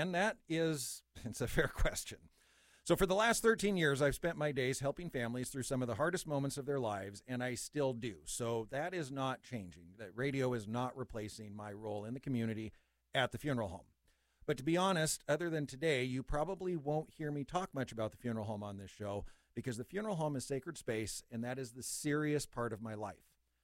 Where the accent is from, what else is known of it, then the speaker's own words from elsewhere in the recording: St. Maries, Idaho, United States; moved away; my hometown radio station in St. Mary's, Idaho.